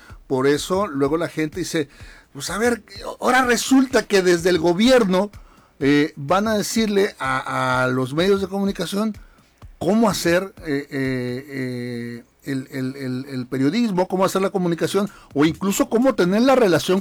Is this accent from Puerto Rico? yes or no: no; Mexico; y si el viejo nos dividió como mexicanos.